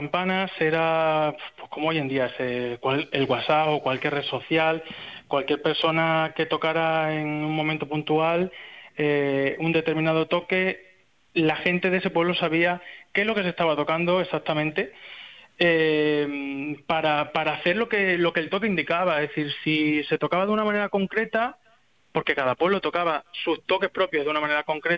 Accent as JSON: {"language": "Spanish", "town": "Alange", "region": "Extremadura", "country": "Spain", "tie": "born or raised there", "said": "te pongo el ejemplo de mi pueblo, yo soy de Alange"}